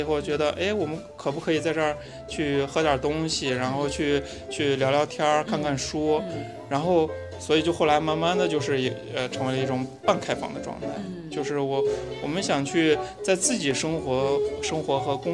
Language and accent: Chinese; Xi'an, Shaanxi, China; 我是西安本地人。